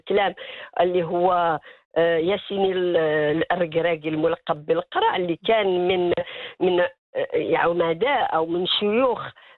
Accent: Morocco; وهذا ما يميزنا نحن كمغاربة على باقي دول العالم.

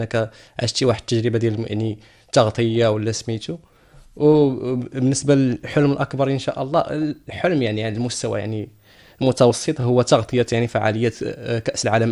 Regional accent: Morocco; نحن مغاربه

